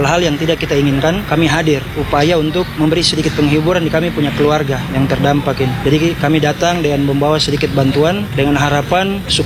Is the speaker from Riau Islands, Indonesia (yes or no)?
no; Biak, Papua, Indonesia; kehadiran kami di sini murni sebagai anak Biak